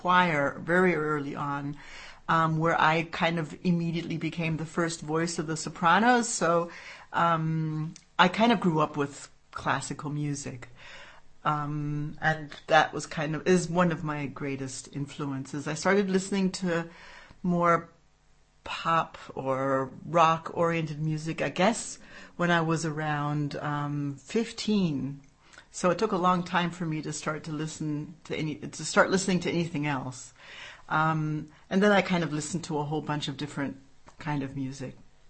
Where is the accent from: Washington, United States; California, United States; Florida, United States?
Washington, United States; Tacoma; born there; also born or lived in Colorado / Chicago / Germany; Well, I was born in Tacoma, but I was only there for 3 months because my father was in the military, so we would move around all the time. After Tacoma, we went to Colorado and then to Chicago and Washington, D.C. and so forth.